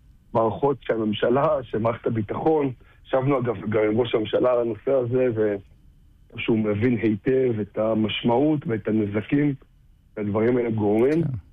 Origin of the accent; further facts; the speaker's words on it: Kfar Etzion, Judea and Samaria, Israel; אני רוצה להגיד שאני גדלתי בכפר עציון, ובתור ילד שעבד במטע דובדבנים